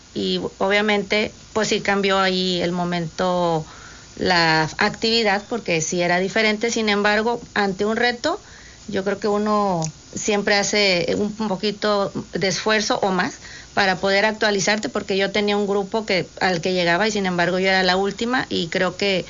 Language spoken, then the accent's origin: Spanish; Valle Hermoso, Tamaulipas, Mexico; born there; moved away as an adult; now in Ciudad Victoria, Mexico; nací en Vallehermoso, Tamaulipas. Pues ya me vine a estudiar aquí la universidad y tengo asentada ya más de 30 años, yo creo que unos 34, para ser concreta.